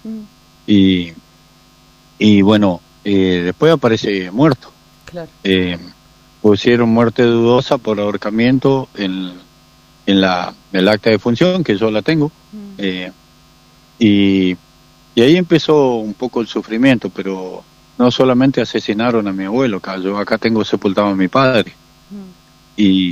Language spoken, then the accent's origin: Spanish; Villa La Angostura, Neuquén, Argentina